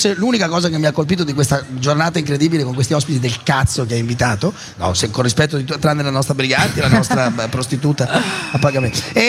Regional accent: Veneto, Italy; Adoro il dialetto perché sono veneto anch'io

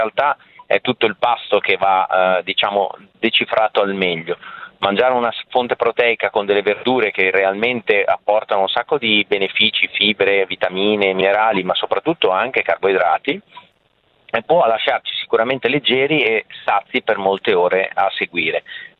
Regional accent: Emilia-Romagna, Italy; in realtà io sono romagnolo, quindi al di là del segno, però facciamo parte della stessa regione

